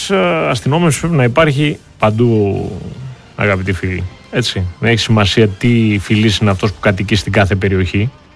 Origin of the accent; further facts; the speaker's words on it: Greece; Είμαστε Έλληνες πολίτες